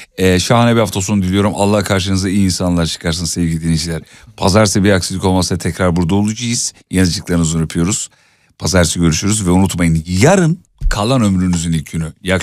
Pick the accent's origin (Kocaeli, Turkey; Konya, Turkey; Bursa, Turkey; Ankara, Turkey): Kocaeli, Turkey; canım memleketim Kocaeli beni rahatsız ediyor.